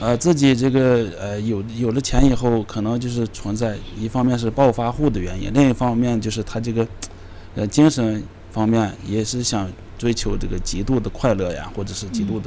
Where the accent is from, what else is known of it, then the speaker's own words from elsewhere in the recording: Hohhot, Inner Mongolia, China; 在我们呼和浩特地区，